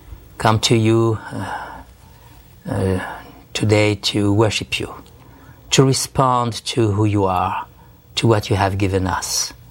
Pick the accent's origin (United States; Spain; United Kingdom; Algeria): Algeria; I was born in the south. I was born in Algeria, in a Mediterranean country, when it was a French colony at that time.